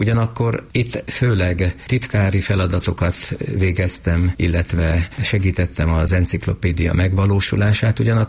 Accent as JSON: {"language": "Hungarian", "town": "Külsővat", "region": "Veszprém County", "country": "Hungary", "tie": "born or raised there", "said": "egy kis dunántúli faluban nőttem fel, Külsővatnak hívják, amely nagyon gazdag régészeti emlékekben"}